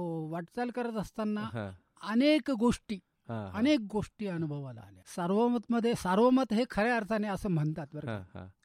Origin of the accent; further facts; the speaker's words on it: Deola, Maharashtra, India; also born or lived in Nashik / Shrirampur; माझं गाव नाशिक जिल्ह्यातलं देवळ आहे. छत्रपती शिवाजी महाराज हायस्कूलमध्ये माझं शिक्षण झालं आणि त्यानंतर मी HPTला आलो नाशिकला.